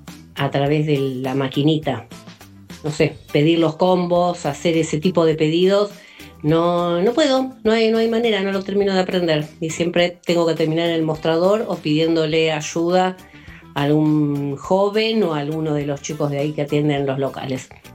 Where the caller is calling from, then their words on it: Ituzaingó, Buenos Aires Province, Argentina; de Ituzaingó.